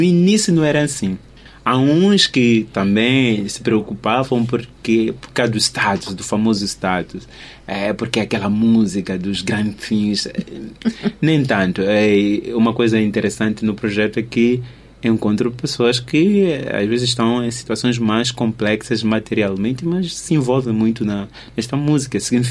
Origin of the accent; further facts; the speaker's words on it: Maputo, Maputo City, Mozambique; Por exemplo, eu venho de Machacane e tenho muitos colegas que vêm de Machacane.